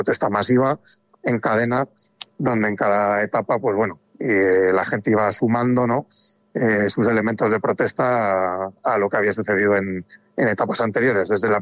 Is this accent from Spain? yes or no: yes; Valladolid, Castile and León, Spain; somos de Valladolid.